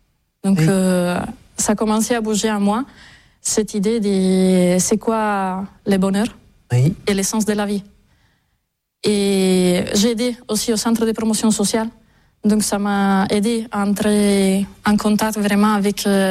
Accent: Sardinia, Italy; born there; French is a second language; moved away as an adult; Je suis née en Sardaigne, mais à 18 ans, c'est le moment de choisir. Donc je suis partie à Rome pour faire mes études à l'université de Rome.

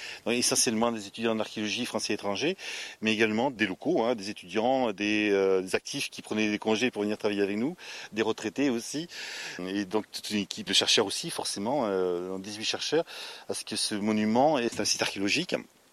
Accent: France; born there; je suis archéologue, je suis né à Verse et j'habite maintenant à Cabouret.

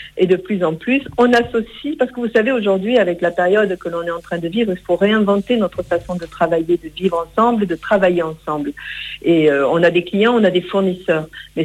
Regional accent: Occitanie, France; Nous sommes bien dans les Hautes-Pyrénées et très fiers d'être un Piémont pyrénéen, puisque on est du Piémont

